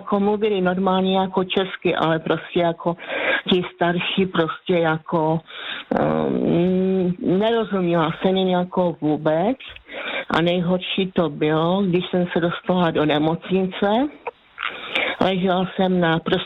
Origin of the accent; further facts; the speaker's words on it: Zlín Region, Czechia; No, protože prostě já jsem z Valašska, tam je zase jiná řeči